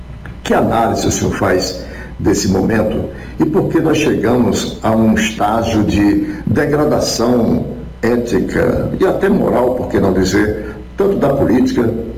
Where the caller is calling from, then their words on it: Fortaleza, Ceará, Brazil; Eu sou jornalista, diretor de redação da revista Mais Nordeste, falo aqui de Fortaleza, da redação da revista.